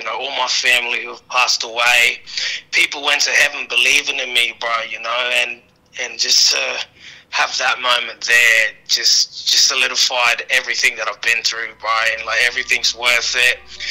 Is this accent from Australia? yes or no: yes; Northern Territory, Australia; Yeah, so I'm up in Darwin, NT. My mob is based out of Litchfield, and I'm a proud Murrunungu man.